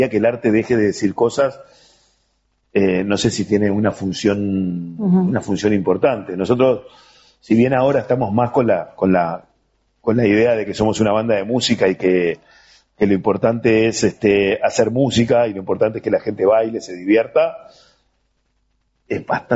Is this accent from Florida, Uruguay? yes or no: no; Montevideo, Uruguay; Nosotros somos de Millán y Lecó, con Leo, que es el otro integrante, junto con Juan Carlos, que es del Cerro. Somos del oeste de Montevideo